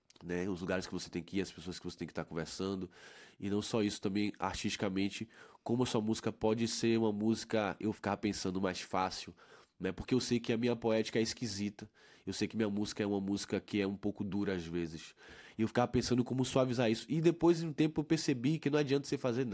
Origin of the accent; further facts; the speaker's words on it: Salvador, Bahia, Brazil; Imagina que eu vim de Salvador, assim, não conhecia ninguém aqui.